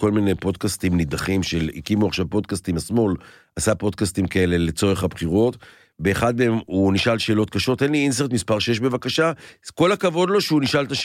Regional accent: Bat Yam, Tel Aviv District, Israel; אני גדלתי בשיקון בבת ים

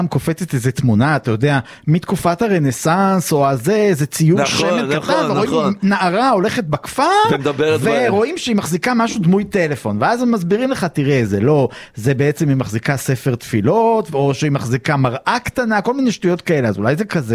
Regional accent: Poland; לא, זה אומר, אני פולני.

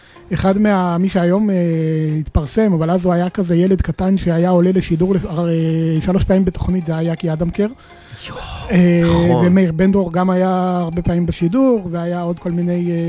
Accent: Beit Shemesh, Jerusalem District, Israel; אני מגיע מבית שמש.

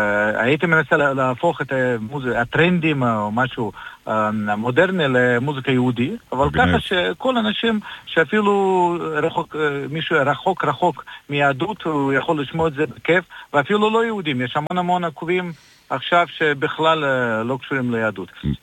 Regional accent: Belarus; Hebrew is a second language; moved away as an adult; also born or lived in Ukraine; now in Israel; אני חבדניק, אני עליתי לפני ארבע שנים מאוקראינה, כאילו אני במקור בבלרוס, עבדתי באוקראינה, בקהילה יהודית, אז אני חבדניק דתי

